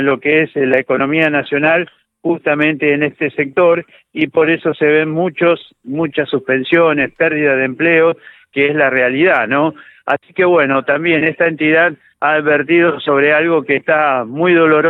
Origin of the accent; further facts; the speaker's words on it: Argentina; A nosotros como argentinos nos hace muy bien, ¿no?